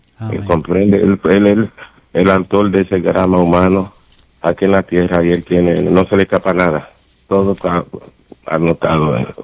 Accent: Dominican Republic; now in United States

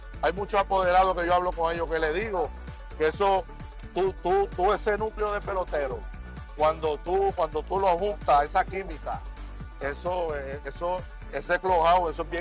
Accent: Guayama, Puerto Rico; born or raised there

